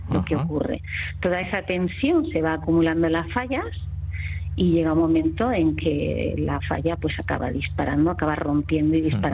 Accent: Granada, Andalusia, Spain; yo soy granadina y ahora mismo os estoy hablando desde la zona epicentral.

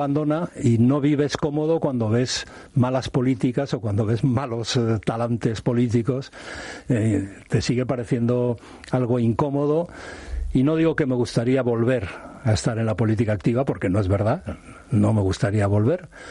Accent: Basque Country, Spain; He seguido la política vasca, por supuesto, porque es mi tierra

